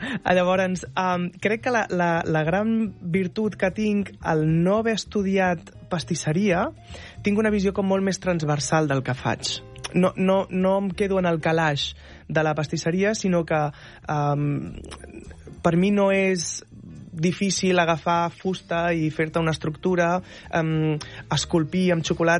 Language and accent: Catalan; Esparreguera, Catalonia, Spain